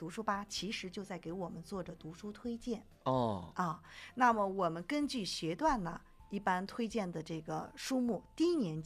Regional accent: China; 我们中国人写好中国字。

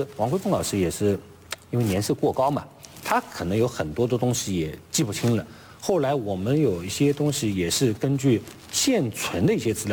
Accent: Hangzhou, Zhejiang, China; 因为首先第一点，我的一个先天优势就是我是杭州人，

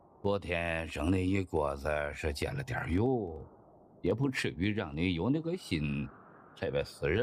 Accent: Xi'an, Shaanxi, China; 我是西安人，在西安活到46岁

